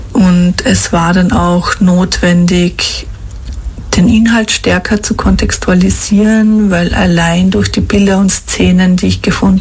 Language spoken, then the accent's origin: German; Ludmannsdorf, Carinthia, Austria; moved away as an adult; now in Vienna, Austria; Ich bin aus Kärnten, also geboren in Kärnten und aufgewachsen in Ludmannsdorf im Rosenthal. Lebe nun seit 16 Jahren in Wien